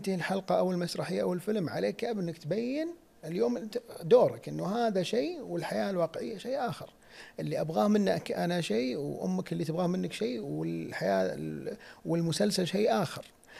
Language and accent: Arabic; Saudi Arabia; نحن كفنانين سعوديين بناخذ هذا الجانب